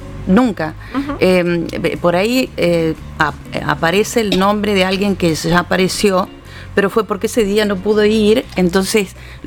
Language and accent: Spanish; San Pedro, Córdoba, Argentina; also born or lived in Villa Dolores; Nací en Villa Dolores, me crié en San Pedro y transcurrí por todos esos pueblitos. Para mí Tras la Sierra es mi lugar de origen.